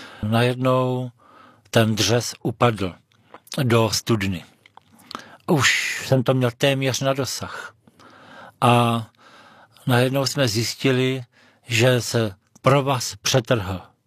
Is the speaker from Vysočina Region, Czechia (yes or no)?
yes; Vysočina Region, Czechia; přišel jsem na Moravu, přestěhoval jsem se z Vysočiny na Prostějovsko